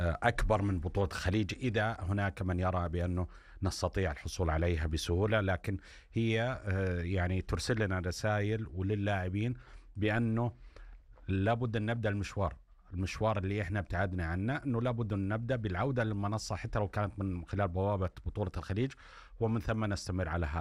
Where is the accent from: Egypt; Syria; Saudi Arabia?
Saudi Arabia; كلنا كسعوديين